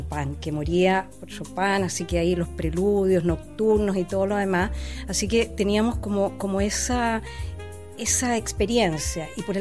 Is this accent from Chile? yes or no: yes; Valparaíso, Chile; also born or lived in Santiago, Chile; yo nací en Santiago, ¿ah? Pero mis papás se vinieron tempranamente a Viña, a Valparaíso en principio, así es que desarrollé toda mi educación en Valparaíso.